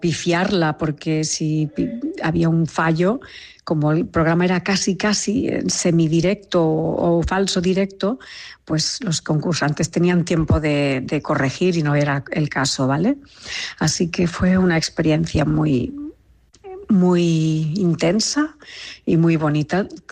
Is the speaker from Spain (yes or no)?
yes; Catalonia, Spain; que yo la llamaba Maireta personalmente, porque soy catalana